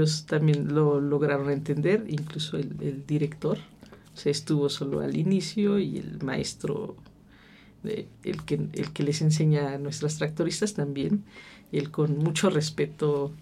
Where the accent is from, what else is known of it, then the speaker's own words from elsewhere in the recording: Oaxaca, Mexico; Yo soy de Oaxaca, entonces mis amigas en Oaxaca, que no necesariamente todas son oaxaqueñas